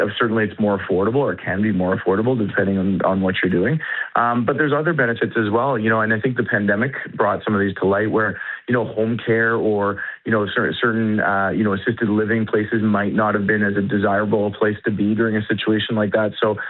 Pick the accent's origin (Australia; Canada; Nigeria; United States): Canada; one of the nice benefits of being Canadian is